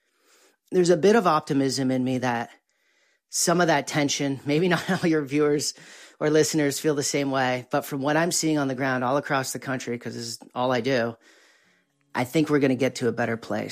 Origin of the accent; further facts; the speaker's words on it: Vermont, United States; also born or lived in California; this is a totally different world than where I grew up in Vermont or lived most of my adult life in California.